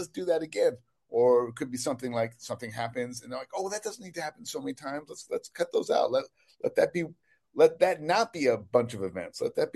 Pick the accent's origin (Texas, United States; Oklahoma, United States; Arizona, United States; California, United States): California, United States; Berkeley; And he went to Eagle Rock, and I'm from Berkeley. Eagle Rock's outside of LA.